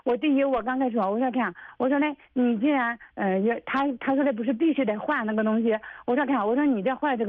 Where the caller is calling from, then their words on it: Jincheng, Shanxi, China; 山西晋城